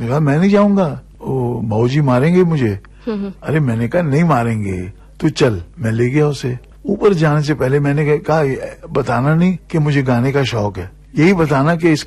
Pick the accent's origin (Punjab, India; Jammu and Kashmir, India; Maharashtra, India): Punjab, India; Amritsar